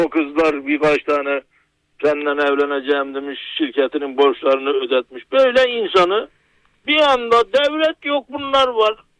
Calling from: Gaziantep, Turkey; Antep'ten.

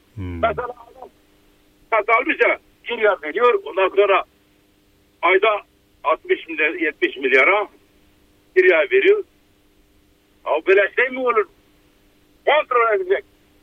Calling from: Diyarbakır, Diyarbakır Province, Turkey; Ben Diyarbakır'dan arıyorum.

